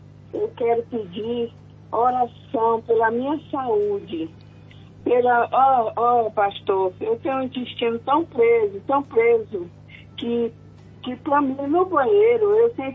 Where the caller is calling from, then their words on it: São Paulo, Brazil; Eu falo aqui da Zona Norte, Jardim Felicidade.